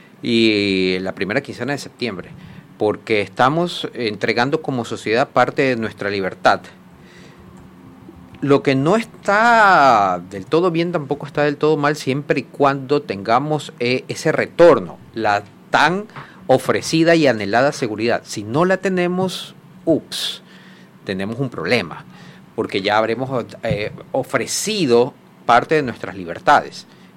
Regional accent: Ecuador; Yo soy un simple ecuatoriano más

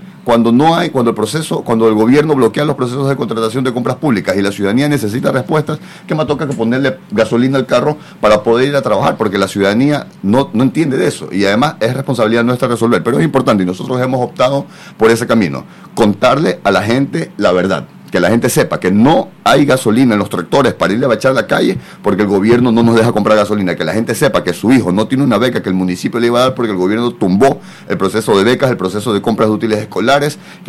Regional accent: Guayaquil, Guayas, Ecuador; En Guayaquil, nosotros que somos guayaquileños sabemos que Guayaquil es una ciudad que está a metro y medio sobre el nivel del mar

